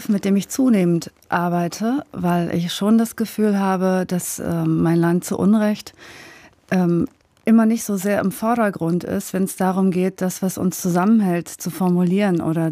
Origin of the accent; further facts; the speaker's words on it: Germany; first language German; meine Muttersprache ist halt Deutsch, als Deutsche wahrgenommen